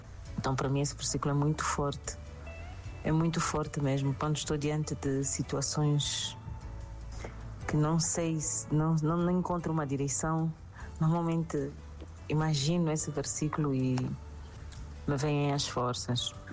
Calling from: Cunene, Angola; falo de Angola, província do Cunene, em Angiva.

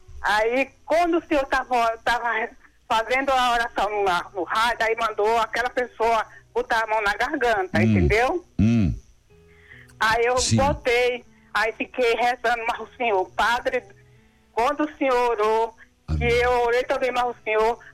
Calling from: Sonora, Mato Grosso do Sul, Brazil; Mato Grosso do Sul, Sonora, padre.

